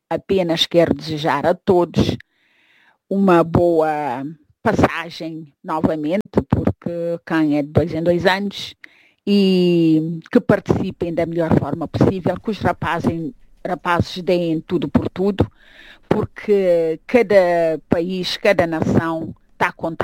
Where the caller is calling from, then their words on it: Cape Verde; O meu Cabo Verde